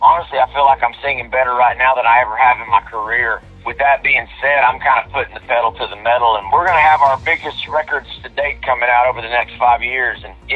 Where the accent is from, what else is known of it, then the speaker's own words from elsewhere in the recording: Amarillo, Texas, United States; I'm blessed that I had such a wonderful mom in Amarillo. My mom was a school teacher. My daddy's a disabled veteran, but he was also a custodian, so I cleaned a lot of toilets there in Amarillo